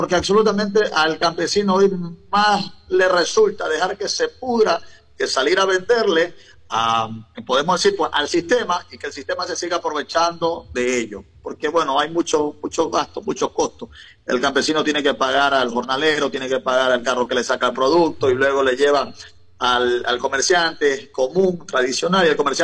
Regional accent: Chone, Manabí, Ecuador; moved away; usted es de Chones. Y yo también un tiempo tuve que salir de Chones, tuve que ir hasta el extranjero, tuve que salir en busca de nuevas oportunidades.

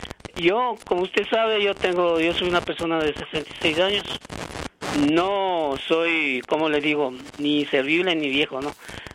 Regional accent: Quito, Pichincha, Ecuador; yo muy amablemente, educadamente, como somos los quiteños, yo le pedí el cambio.

